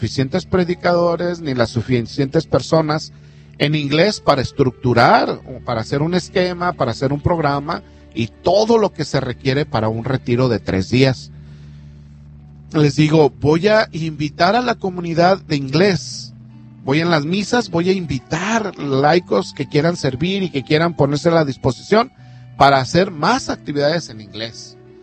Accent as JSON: {"language": "Spanish", "country": "Mexico", "moved": "yes", "lives_now": "United States", "said": "yo, que soy mexicano"}